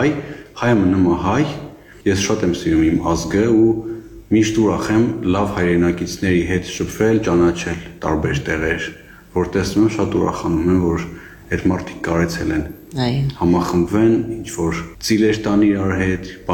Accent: Vanadzor, Lori, Armenia; Ասեմ, որպես վանաձորցի շատ արագ ինտեգրվեցի խումբ

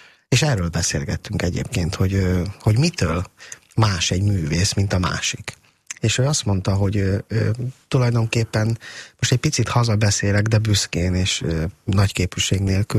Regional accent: Hungary; én cigány vagyok. És ráadásul magyar cigány.

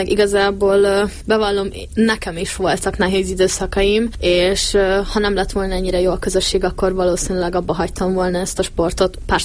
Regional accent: Érd, Pest, Hungary; Én elég kiskorom óta Érden lakom, és egyébként nagyon közel a pályához

